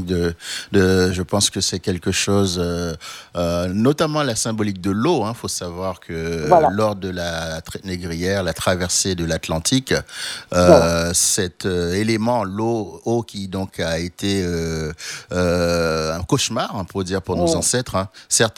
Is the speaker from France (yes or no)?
no; Haiti; moved away; je suis originaire d'Haïti